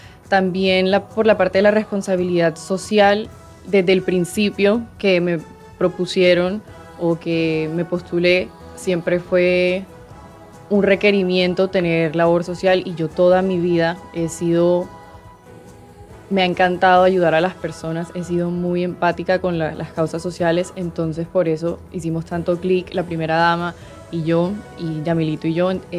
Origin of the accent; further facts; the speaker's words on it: Cartagena, Bolívar, Colombia; En verdad, me siento muy afortunada de haber crecido acá en Cartagena, rodeada de toda la cultura y de todas sus personas.